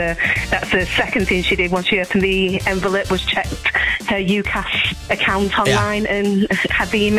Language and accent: English; Beverley, Yorkshire and the Humber, United Kingdom; accent: Yorkshire